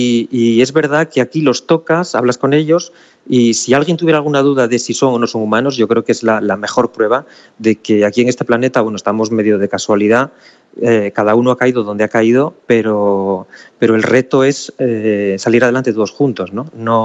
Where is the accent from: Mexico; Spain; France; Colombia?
France; yo además vengo de Francia, que es un país que, bueno, ya todos sabemos cómo son